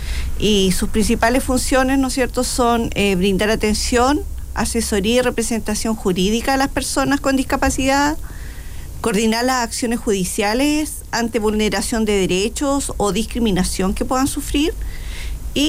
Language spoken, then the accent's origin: Spanish; Curanilahue, Biobío, Chile; estamos aquí en Curanilagüe, sabemos la cercanía, soy persona oriunda de Curanilagüe